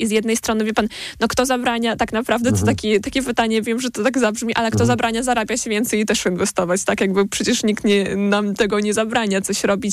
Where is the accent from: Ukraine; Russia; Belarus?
Belarus; moved away as an adult; now in Poland; ja jestem z Białorusi, mam 2,5 godziny.